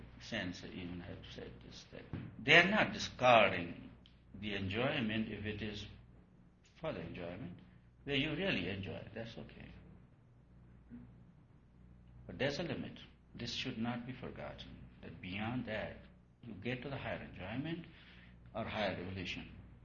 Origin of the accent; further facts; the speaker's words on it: India; In India we would say prayer, request for.